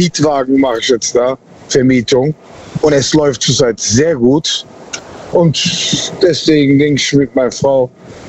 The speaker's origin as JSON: {"language": "German", "town": "Cologne", "region": "North Rhine-Westphalia", "country": "Germany", "said": "Ja, aus Köln."}